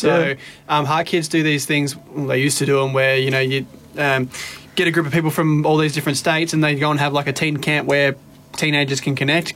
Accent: Queenstown, Tasmania, Australia; also born or lived in Hobart; I grew up in Queenstown on the West Coast

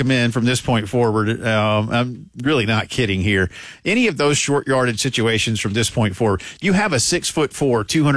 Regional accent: the South, United States; moved away; I'm a Southerner, and I'm mm-hmm. in my 20s.

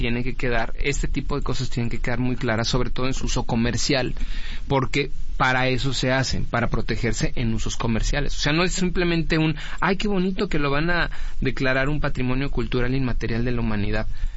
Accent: Mexico; yo soy mexicano y también como mexicano también tengo derecho.

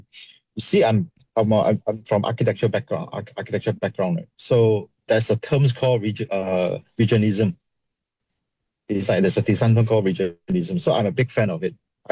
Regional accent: Malaysia; as a Malaysian.

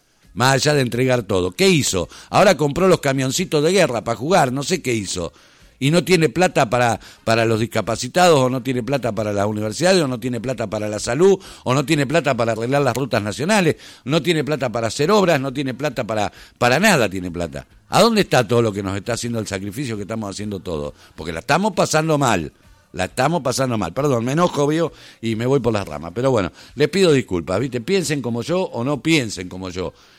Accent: Argentina; Qué estúpidos somos los argentinos

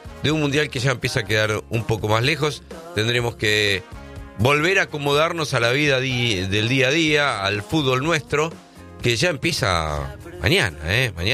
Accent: Argentina; que somos argentinos, los argentinos somos especialistas en eso.

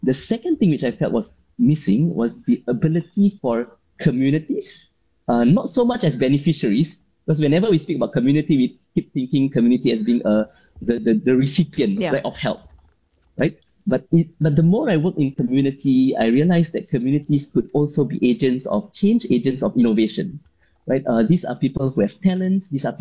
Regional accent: Singapore; I think that kind of made me realize that as a Singaporean engineer overseas, there's so much knowledge, right?

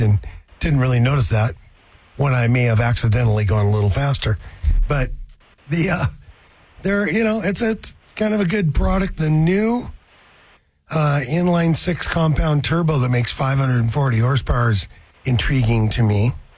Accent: Brewster, Washington, United States; from Eastern Washington over Brewster, running hydros over there.

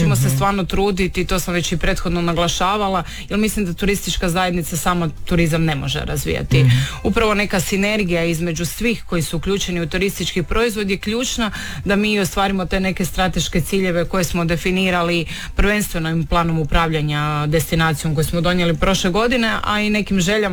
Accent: Zagreb, City of Zagreb, Croatia; moved away as an adult; now in Rijeka, Croatia; ja sam rođena Zagrepčanka sa riječkom adresom posljednjih 16 godina

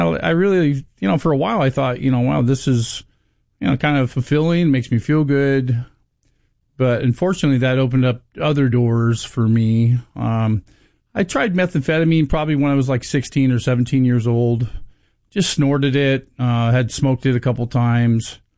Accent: Torrance, California, United States; born there; yeah, I was born down in Torrance, California.

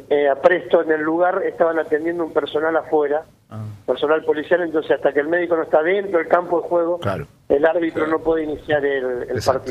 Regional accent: Rosario, Santa Fe, Argentina; a mí particularmente, que soy un rosarino de pura cepa

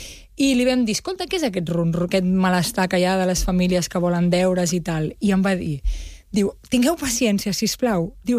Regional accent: Catalonia, Spain; Jo soc de Sant Martí

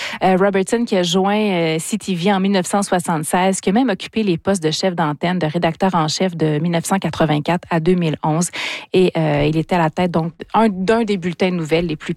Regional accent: Quebec, Canada; chez nous en Abitibi-Témiscamingue.

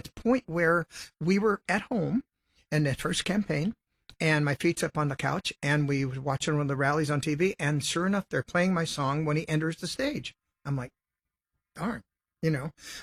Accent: Sacramento, California, United States; born or raised there; also born or lived in Los Angeles

